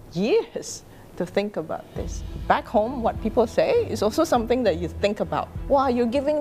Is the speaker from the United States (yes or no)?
no; Indonesia; now in Singapore; Every time I go back to Indonesia, my mom always said, remember, you're in Indonesia now, so stop acting like a Singaporean. Or dial it down. I'm more Singaporean now. I think like a Singaporean. I speak like a Singaporean. All my friends are Singaporeans